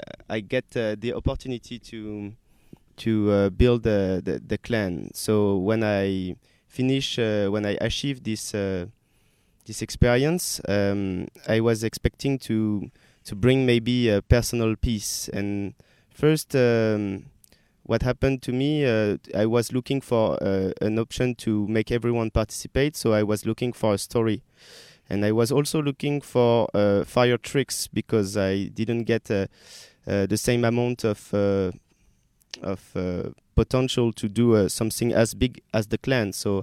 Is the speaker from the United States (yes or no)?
no; France; English is a second language; I'm not from South Africa, I'm from France.